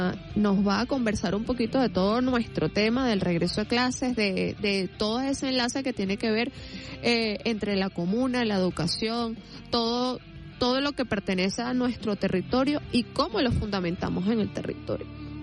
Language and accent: Spanish; Venezuela